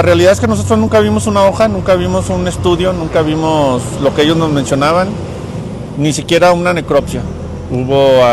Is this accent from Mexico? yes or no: yes; Durango, Mexico; Yo soy de aquí de Durango.